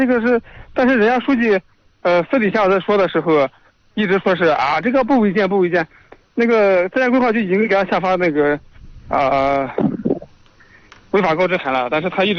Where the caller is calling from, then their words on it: Hejin, Shanxi, China; 我是河津青涧的。